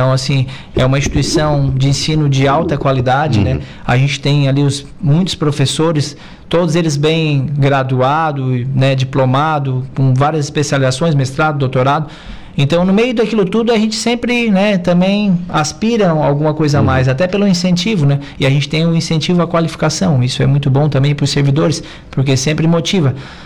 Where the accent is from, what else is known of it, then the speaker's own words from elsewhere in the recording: Araranguá, Santa Catarina, Brazil; Então, me criei aqui em Araranguá, né? Sou ali do Mato Alto e nascido no Bom Pastor, aqui pertinho da rádio, né? Então, araranguaense raiz.